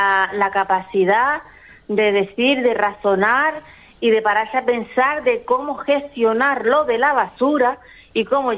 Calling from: Firgas, Canary Islands, Spain

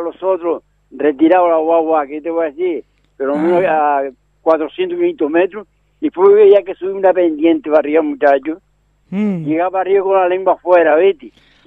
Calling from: Tafira, Canary Islands, Spain; Yo soy de Tafira

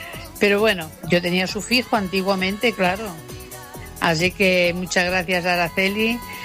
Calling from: Sabadell, Catalonia, Spain; de Sabadell

